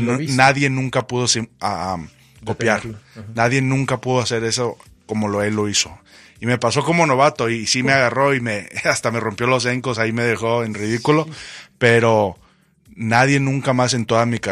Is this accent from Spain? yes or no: no; Mexico; poder ir a un partido de la NFL en mi país, con toda mi familia que vive ahí, nunca se ha ido de México.